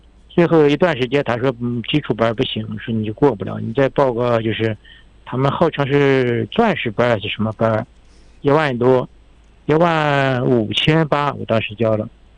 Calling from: Hohhot, Inner Mongolia, China; 我是呼和浩特的

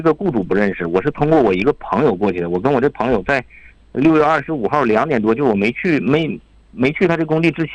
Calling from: Inner Mongolia, China; 内蒙古兴安盟扎莱特旗。

